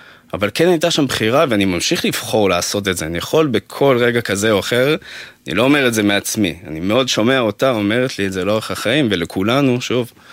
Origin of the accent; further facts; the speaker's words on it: Ramat Gan, Tel Aviv District, Israel; גדלתי ברמת גן, אז תנועת נוער וכל העניינים האלה זה... בצופים.